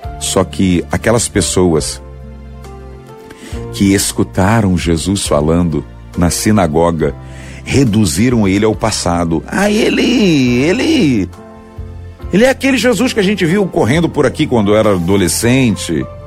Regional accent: Itapetim, Pernambuco, Brazil; born there; moved away; tem um lugarzinho chamado Sítio Miguel, lá em São Vicente, Itapetim, Pernambuco. Meu Pai Celeste, o lugar é longe. Lá, se hoje tiver 2.000 habitantes, é muita coisa. Foi onde eu nasci.

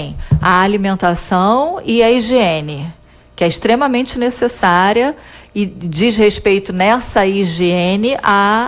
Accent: Rio de Janeiro, Brazil

